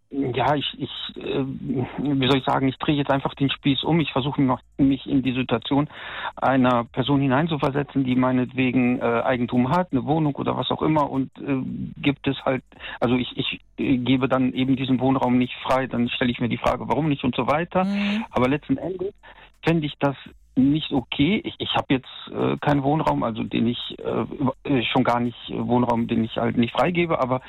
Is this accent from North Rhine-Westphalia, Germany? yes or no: yes; North Rhine-Westphalia, Germany; ich komme ja aus NRW und da ist die Wohngesellschaft LEG.